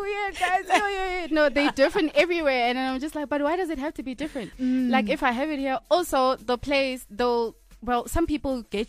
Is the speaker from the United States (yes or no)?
no; Polokwane, Limpopo, South Africa; I'm always in the room listening to music all the time from a young age. I'm from Polokwane.